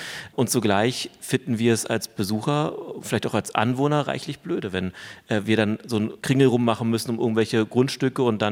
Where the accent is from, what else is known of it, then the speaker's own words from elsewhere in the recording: Frankfurt, Brandenburg, Germany; weil wir in meiner Heimatstadt Frankfurt-Oder ähnliche Diskussionen geführt haben. Nämlich mit der Oder. Durch uns fließt ja